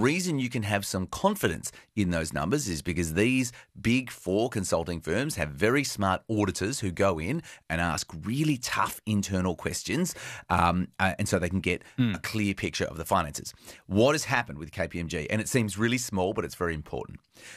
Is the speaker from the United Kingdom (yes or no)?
no; Sale, Victoria, Australia; I grew up in Sale in beautiful Gippsland in the pointy part of Victoria, but I've been living in big cities for the past 3 decades.